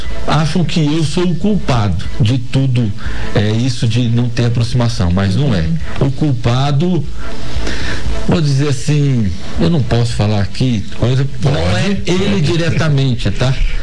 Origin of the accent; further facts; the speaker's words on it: São Gabriel do Oeste, Mato Grosso do Sul, Brazil; Sou de São Gabriel